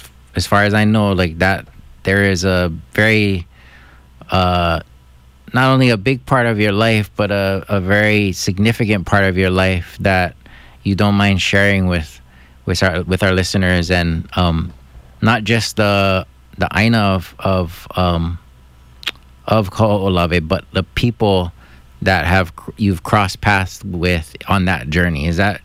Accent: Hawaii, United States

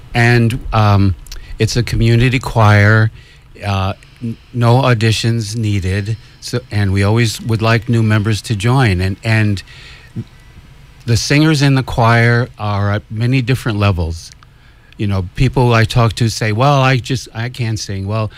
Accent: New York City, New York, United States; I grew up in Brooklyn, New York. I went to Catholic elementary school, and I sang in the church choir from fourth grade through eighth grade.

